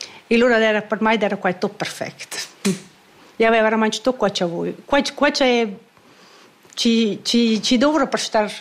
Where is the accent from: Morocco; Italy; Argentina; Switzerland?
Switzerland; Müstair, Graubünden; sono io ora sono da Mistair e non da nulla altro.